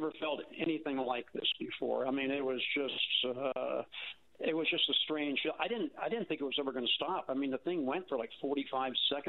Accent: California, United States; I grew up in California, so I'm really familiar with earthquakes.

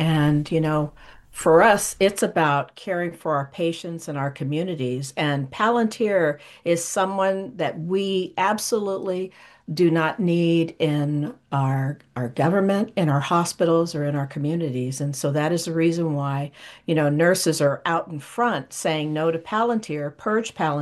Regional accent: Sacramento, California, United States; I'm from Sacramento

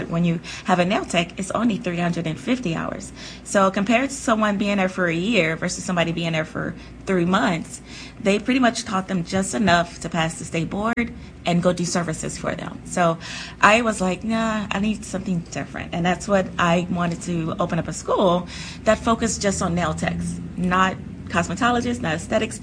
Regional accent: Louisiana, United States; also born or lived in Texas / New York; now in Kansas City, United States; I'm originally from Louisiana. If you're from Louisiana, you bounce back and forth from Texas to Louisiana. From Texas, I moved to New York. In New York, I lived there for about 12 years, and then that's where we found our way here to Kansas City.

